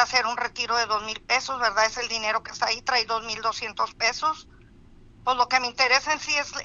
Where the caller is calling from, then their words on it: Palau, Coahuila, Mexico; vivo en Palau, Coahuila